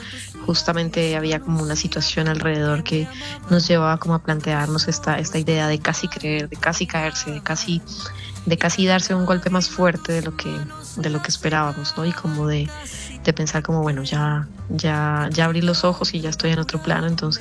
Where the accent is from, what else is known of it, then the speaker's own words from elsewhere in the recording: Santander, Colombia; Bueno, yo soy una artista santandereana, ya con más de 20 años de carrera.